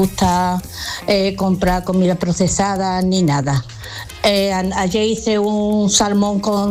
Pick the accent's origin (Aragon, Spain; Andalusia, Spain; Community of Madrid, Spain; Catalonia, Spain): Andalusia, Spain; Jerez de la Frontera